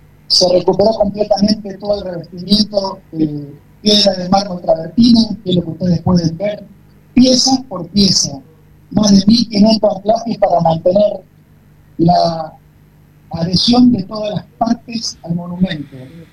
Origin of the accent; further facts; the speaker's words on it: Santa Fe, Argentina; somos los santafesinos los que tenemos una historia de sobreponernos y seguir adelante